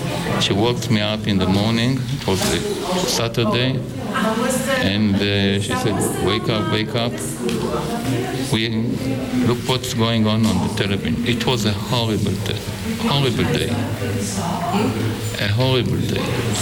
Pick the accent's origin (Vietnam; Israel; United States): Israel; Haifa, Haifa District; English is a second language; In Haifa, my hometown, where a delegation of the city of Leipzig with the mayor Jung and the synagogalco and the youth symphonic orchestra from the Gewandhaus.